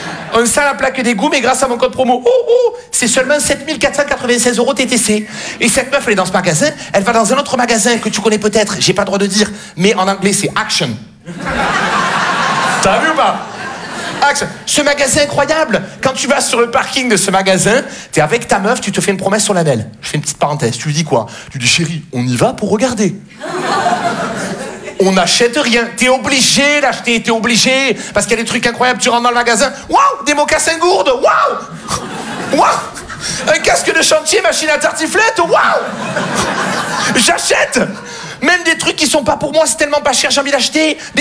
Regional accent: Marseille, Provence-Alpes-Côte d'Azur, France

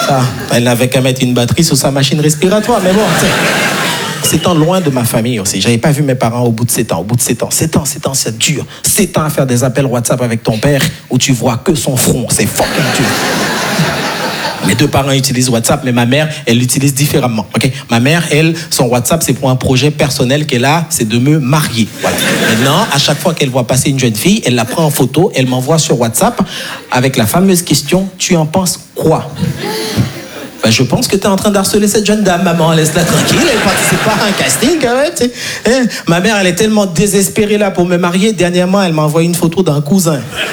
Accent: Haiti; moved away; je suis né et grandi en Haïti, et en Haïti, on n'a pas les quatre saisons.

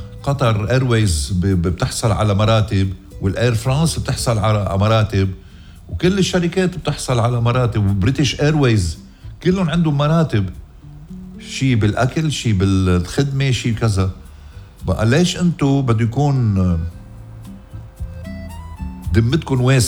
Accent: Lebanon; آخ يا بلدي لبنان

